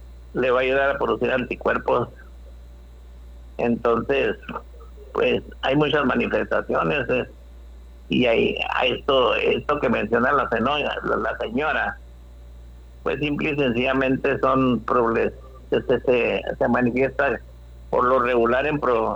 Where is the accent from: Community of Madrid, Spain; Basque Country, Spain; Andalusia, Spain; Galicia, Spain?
Galicia, Spain; Yo nunca, también soy de Galicia, así que.